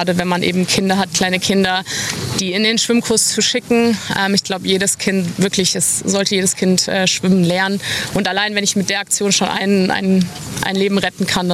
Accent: Germany; ich komme aus Deutschland und das ist so meine erste Challenge, die ich in meinem Heimatland mache.

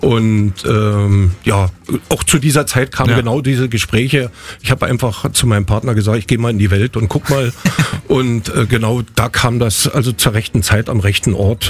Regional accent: Fehrow, Brandenburg, Germany; moved away as an adult; also born or lived in Cottbus; now in Guben, Germany; Also ich bin in Cottbus geboren und im Spreewald, also in der Gemeinde Fehrow, groß geworden. Und ja, vor 34 Jahren von meiner Frau nach Guben verschleppt worden.

